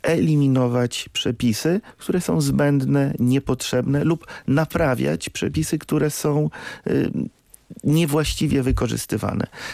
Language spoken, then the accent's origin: Polish; Lublin, Lublin Voivodeship, Poland; Jestem z Lublina